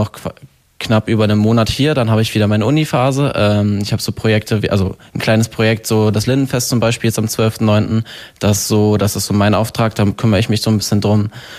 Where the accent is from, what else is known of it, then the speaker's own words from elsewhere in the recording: Brandenburg, Germany; ich bin 22, bin jetzt dann dementsprechend seit 22 Jahren hier im Spreewald